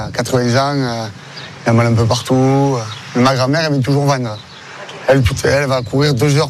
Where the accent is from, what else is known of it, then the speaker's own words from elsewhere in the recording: Valras-Plage, Occitanie, France; now in Lespignan, France; j'étais à l'école avec lui, à Valras.